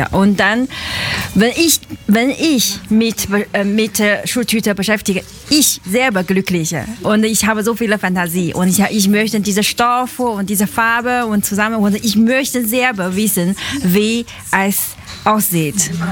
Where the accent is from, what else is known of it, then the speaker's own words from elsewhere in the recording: China; German is a second language; now in Hamburg, Germany; Ich komme aus China und seit 8 Jahren arbeite ich in Stadtkutter.